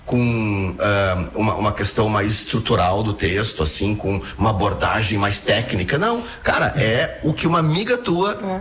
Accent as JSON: {"language": "Portuguese", "town": "Porto Alegre", "region": "Rio Grande do Sul", "country": "Brazil", "said": "A gente nasceu, o nosso CEP é 90 mil e alguma coisa, né?"}